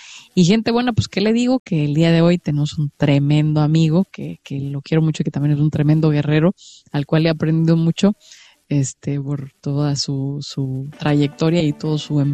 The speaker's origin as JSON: {"language": "Spanish", "country": "Mexico", "said": "Este año estamos de fiesta en México"}